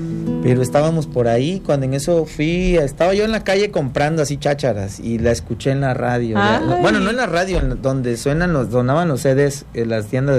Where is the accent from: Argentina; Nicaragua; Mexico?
Mexico; Tabasco; el coloquio de Tabasco, las letras. Que si Ixcareca, que si. Todas esas palabras que tenemos nosotros.